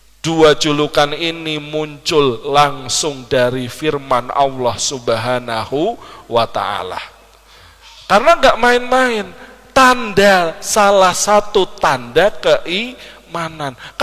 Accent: Surakarta, Central Java, Indonesia; ya kira-kira kita orang Solo, ya lebih hafal keutamaan orang Betawi apa orang Jawa, Pak?

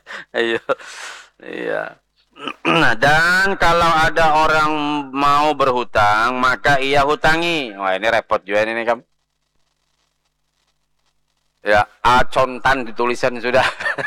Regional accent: South Kalimantan, Indonesia; Kami Banjar bari kakanakan nyebat lapri.

